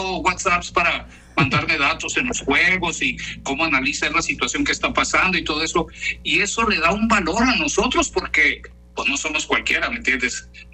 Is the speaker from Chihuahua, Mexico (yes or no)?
yes; Delicias, Chihuahua, Mexico; moved away; mi papá me decía, es que ya no eres de aquí. Digo, pues si allí nací y ahí crecí y todo. Me dice, no, eres de donde te pagan el cheque cada mes. Pero todavía estoy muy enamorado de mi tierra.